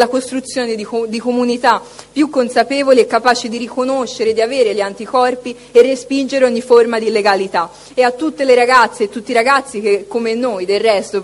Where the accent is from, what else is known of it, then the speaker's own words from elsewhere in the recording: Tuscany, Italy; io sono toscana, specialmente nel centro-nord Italia.